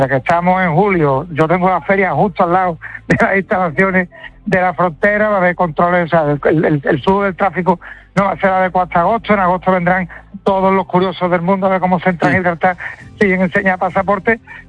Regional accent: Spain; Si nosotros que somos españoles, o por ejemplo si fuéramos portugueses, estamos en espacio Schengen y podemos movernos con total libertad.

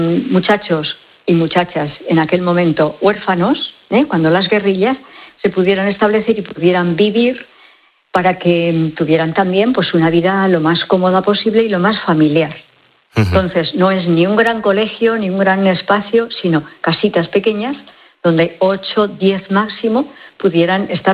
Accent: Bañares, La Rioja, Spain; moved away as an adult; now in El Salvador; Pues una de Logroño, como soy yo, soy de Bañares, ¿eh? Uh-huh. De Bañares.

